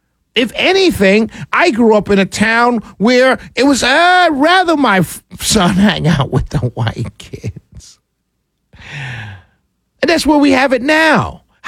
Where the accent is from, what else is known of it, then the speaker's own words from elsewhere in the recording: New York, United States; I grew up in Harlem, New York.